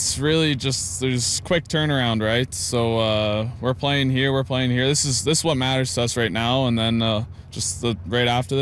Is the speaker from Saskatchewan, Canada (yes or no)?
yes; Muenster, Saskatchewan, Canada; I am from Saskatchewan. I'm from Munster, Saskatchewan, actually.